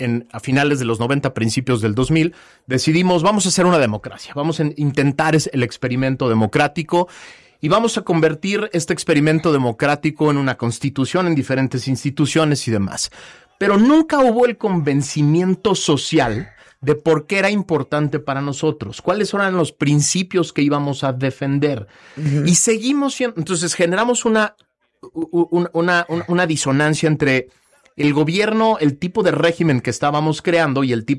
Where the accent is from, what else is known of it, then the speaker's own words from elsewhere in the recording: Mexico; cuando en un grupo social como los mexicanos empezamos a ver que desde el más alto nivel del poder político, económico, social, no cumplir con las reglas